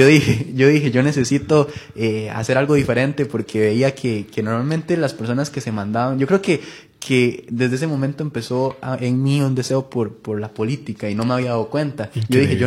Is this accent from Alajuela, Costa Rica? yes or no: no; Heredia, Costa Rica; yo soy oriundo de Heredia. Yo nací en Heredia.